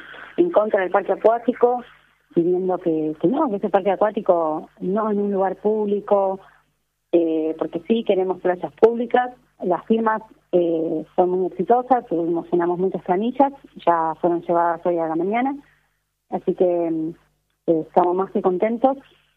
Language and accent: Spanish; Rosario, Santa Fe, Argentina; somos muchos rosarinos que queremos saber cuál es su postura.